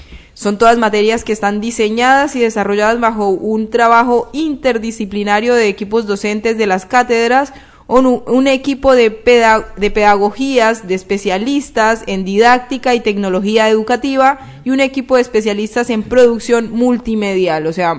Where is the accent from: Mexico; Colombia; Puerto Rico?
Colombia; now in Argentina; solo éramos 2 de Argentina. Una de la Universidad de Córdoba y yo, que ni, mira, siquiera era argentina, era colombiana.